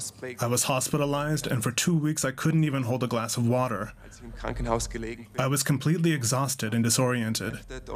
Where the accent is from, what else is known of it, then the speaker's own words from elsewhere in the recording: Trentino-Alto Adige, Italy; from South Tyrol.